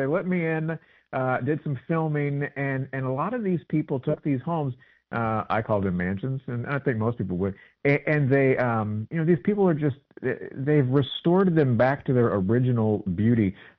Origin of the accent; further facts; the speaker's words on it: Missouri, United States; We're from the St. Louis area, very close to Hannibal, if you're familiar with Mark Twain.